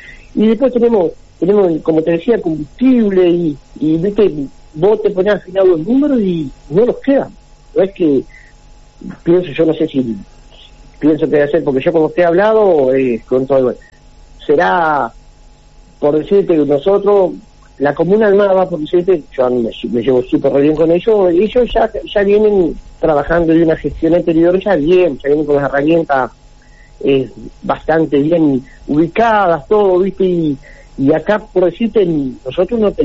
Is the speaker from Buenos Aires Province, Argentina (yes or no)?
no; Parera, La Pampa, Argentina; yo soy de Parera